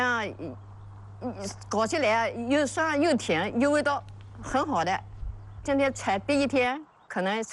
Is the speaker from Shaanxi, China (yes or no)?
no; Xiuning County, Anhui, China; 我们嘛是秀林土生土长的哈